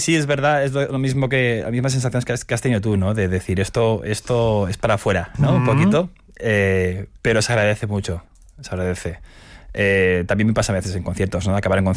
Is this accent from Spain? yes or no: yes; Barcelona, Catalonia, Spain; Pues, hombre, vengo de Barcelona y, lógicamente, pues hay cosas ahí con tema político